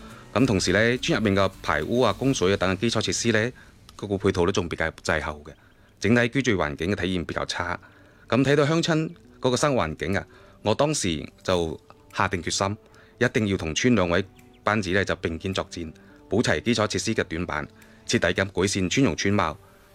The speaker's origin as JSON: {"language": "Cantonese", "region": "Guangdong", "country": "China", "tie": "born or raised there", "said": "我是土生土长的高邮人，1997年就参加工作，2001年就加入中国共产党。"}